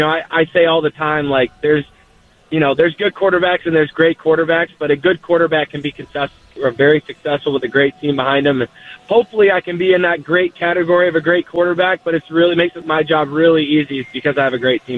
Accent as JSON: {"language": "English", "region": "Michigan", "country": "United States", "tie": "born or raised there", "lives_now": "Nashville, United States", "said": "I'm from Michigan, born and raised. Born and raised outside of the Metro Detroit area."}